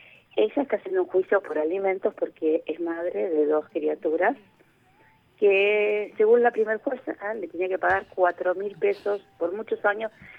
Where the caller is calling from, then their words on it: Buenos Aires, Argentina; De la paternal.